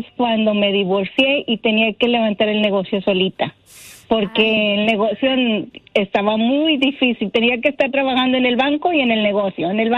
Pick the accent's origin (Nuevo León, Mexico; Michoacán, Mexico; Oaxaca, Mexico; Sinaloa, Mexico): Nuevo León, Mexico; Monterrey; moved away as an adult; also born or lived in Laredo, Texas; now in San Antonio, United States; Nací en Laredo, Texas. Y me crié en Monterrey.